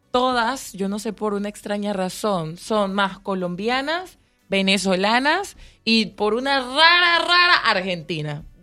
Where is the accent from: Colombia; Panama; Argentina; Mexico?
Panama; Panameña.